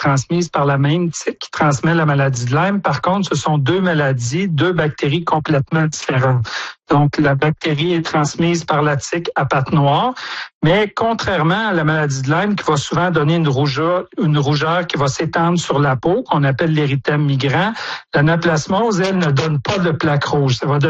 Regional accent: Quebec, Canada; On a vu, en fait, chez nous en Estrie, des patients admis aux soins intensifs en raison de l'anaplasmose.

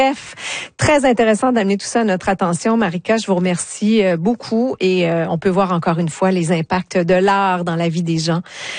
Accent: New Brunswick, Canada; certains milieux carcéraux ici chez nous au Nouveau-Brunswick.

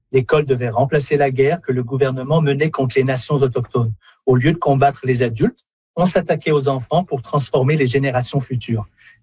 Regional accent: Canada; chez nous, au Canada.

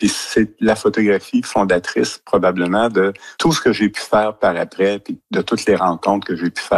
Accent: Quebec City, Quebec, Canada; c'est dans la ville de Québec que je les ai faites, parce que je suis originaire de Québec.

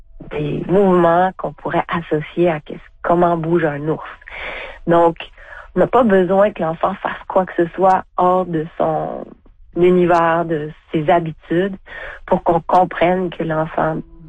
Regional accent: Sept-Îles, Quebec, Canada; Puis moi, j'ai vécu à Sept-Îles, je suis née à Sept-Îles.

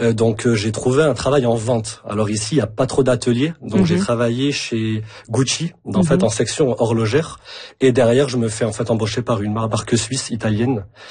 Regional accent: Montpellier, Occitanie, France; also born or lived in Paris; now in Canada

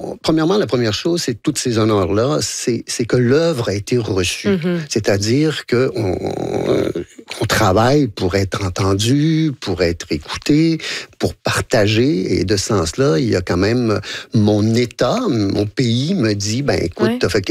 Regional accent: Quebec, Canada; Je viens d'une tradition, j'ai du Lac-Saint-Jean, je viens pas vraiment ouais. d'une tradition à l'époque où la grande littérature, je vous avoue, n'existait pas. Il n'y avait pas de représentation théâtrale dans la région, ou rien.

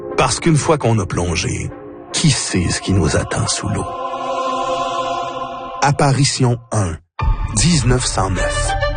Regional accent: Terrebonne, Quebec, Canada

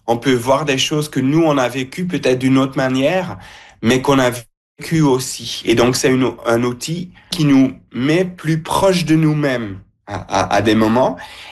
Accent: Belgium; Je viens de la Belgique. Dès que je suis dans l'école, je l'apprends.

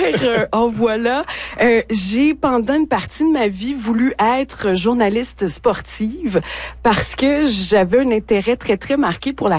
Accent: Montreal, Quebec, Canada; born there; accent: Haitian; moved away as an adult; also born or lived in Abitibi-Témiscamingue; now in Rouyn-Noranda, Canada; je veux faire plus d'années dans la région que ma région d'origine qui est Montréal.

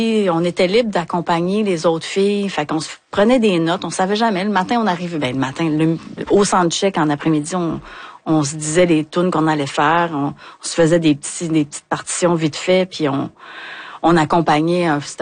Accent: Hauterive, Quebec, Canada; also born or lived in Montreal; quand on est allé jouer à Bécomo, le monde venait nous voir, je suis d'Autrive, moi.

